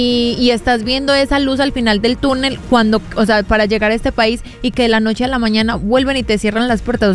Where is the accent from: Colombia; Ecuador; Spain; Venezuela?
Colombia; Medellín, Antioquia; moved away; yo soy de Medellín